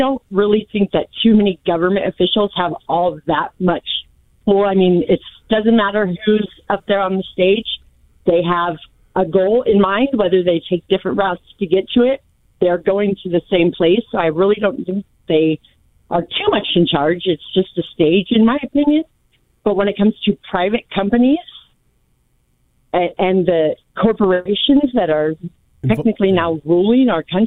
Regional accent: Placerville, California, United States; moved away as an adult; also born or lived in Orange County, California; now in Bullhead City, United States; Okay, yeah, I moved out here from Orange County. I'm originally from Placerville, California.

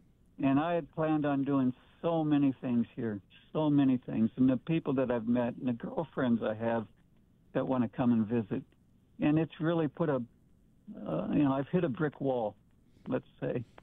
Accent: Kingman, Arizona, United States; born there; I was born in Kingman, and so I loved the heat compared to the ice and snow of back east.

